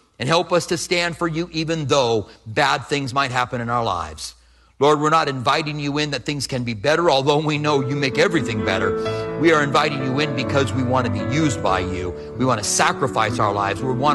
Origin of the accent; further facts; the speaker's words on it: Clinton, Iowa, United States; Clinton, Iowa, which I am from there.